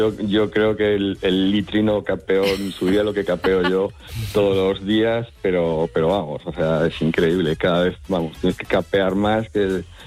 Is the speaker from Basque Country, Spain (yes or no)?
no; Galicia, Spain; No, yo soy gallego, tengo la típica sorna gallega de toda